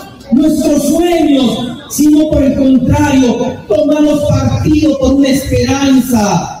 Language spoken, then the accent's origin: Spanish; Peru